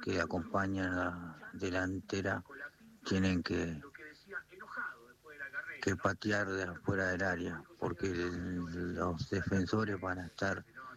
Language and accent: Spanish; Ingeniero Maschwitz, Buenos Aires Province, Argentina; de Ingenomá. Te quiero mucho. Saludo al equipo.